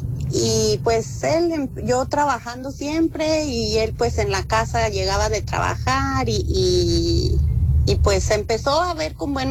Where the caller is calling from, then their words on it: Tijuana, Baja California, Mexico; de Tijuana.